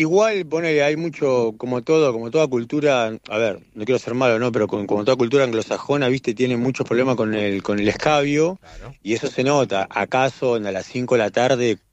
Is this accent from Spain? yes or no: no; Argentina; now in Waiheke Island, New Zealand; Y yo te puedo asegurar que éramos fácil 300, 350 argentinos.